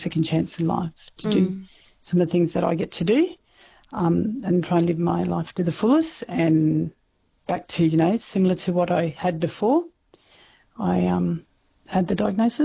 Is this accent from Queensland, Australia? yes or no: no; Elliott, Northern Territory, Australia; also born or lived in Alice Springs; Well, I was born in Alice, but I'm actually a Jinglee Warramungu woman. I'm from Elliot, a town called Elliot, near Tennant Creek. But as a child, I grew up on Bidley Station, which my family once owned. It was a cattle station.